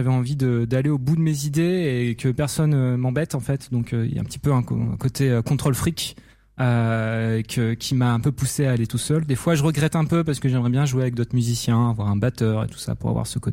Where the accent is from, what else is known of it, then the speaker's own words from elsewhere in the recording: Hauts-de-France, France; moved away as an adult; now in Paris region, France; j'ai dû déménager en région parisienne récemment. Donc, je ne suis pas très fier, mais je reste fidèle à mes racines du Nord.